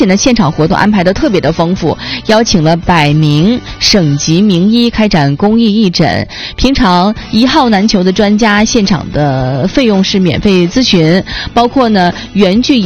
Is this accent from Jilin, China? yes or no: yes; Jilin, China; 一起来逛一逛这场专属于我们吉林人的康养大集。